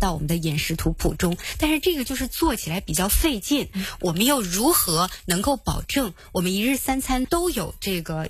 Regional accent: China

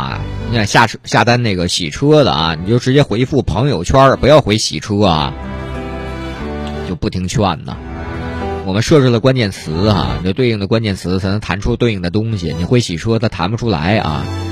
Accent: Fuxin, Liaoning, China; now in Changsha, China; 包括我们老家辽宁阜新也是，它是资源枯竭型城市啊

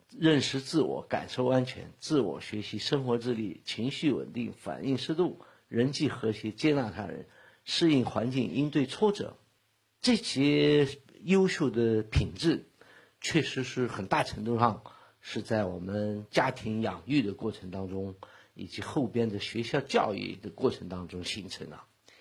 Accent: China; 就是我们中国人对家庭的看法啊，对人性的看法

